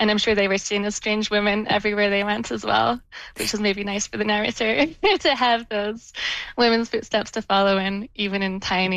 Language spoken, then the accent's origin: English; United Kingdom; now in Canada; I'm British